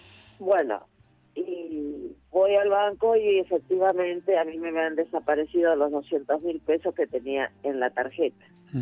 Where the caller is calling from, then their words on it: Mar del Plata, Buenos Aires Province, Argentina; de Mar del Plata.